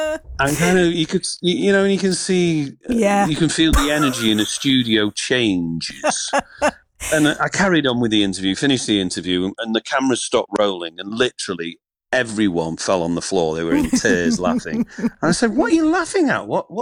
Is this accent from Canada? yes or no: no; Salford, North West England, United Kingdom; go back to the very start of my life growing up in Salford, you know, as a kid growing up in Salford